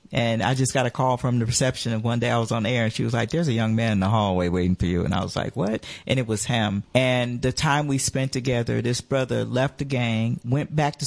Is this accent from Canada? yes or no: no; Oakland, California, United States; moved away; Because I'm from Oakland. I don't know nothing about. When I moved